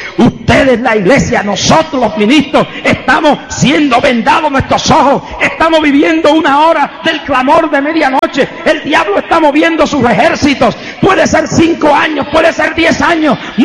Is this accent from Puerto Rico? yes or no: yes; Puerto Rico